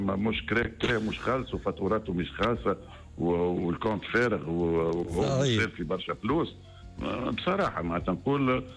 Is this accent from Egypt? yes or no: no; Tunisia; انا تونسي